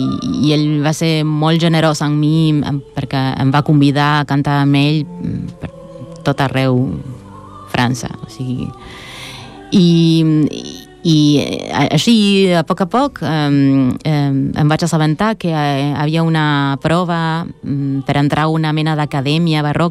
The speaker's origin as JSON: {"language": "Catalan", "region": "Litoral", "country": "Argentina", "second_language": "Catalan", "said": "regió que es diu el litoral, que vol dir, bueno, el litoral fluvial, no? De al costat del riu Paranà, i som llunyats de Buenos Aires, del centre, no?"}